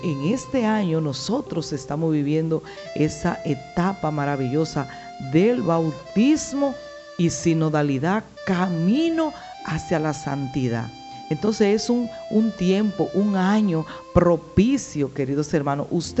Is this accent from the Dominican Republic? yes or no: yes; Dominican Republic; como dominicanos al fin, pues tenemos que celebrar